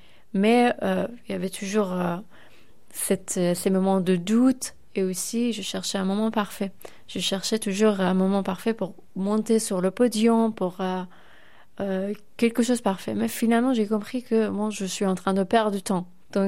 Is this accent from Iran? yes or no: yes; Iran; Ma première fois que je suis sortie de l'Iran, j'avais seulement 8 ans et demi. Mon premier voyage, c'était en Espagne. Déjà à l'aéroport, j'ai compris que en Iran, on vit complètement, nos vies sont différentes.